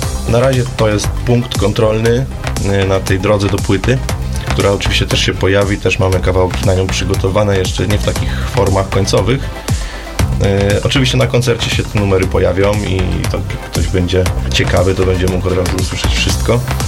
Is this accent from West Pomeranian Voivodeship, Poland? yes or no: no; Tarnów, Lesser Poland, Poland; jesteśmy z Tarnowa wszyscy